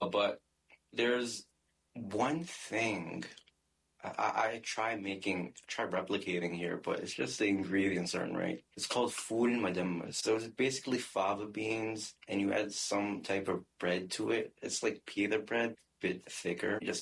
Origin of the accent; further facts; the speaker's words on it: Sudan; English is a second language; now in Albany, United States; I am originally from Sudan, which is a country in Northeast Africa, and I came here for February 2021.